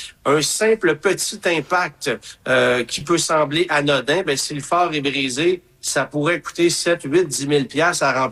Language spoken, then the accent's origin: French; Quebec, Canada; chez nous au Québec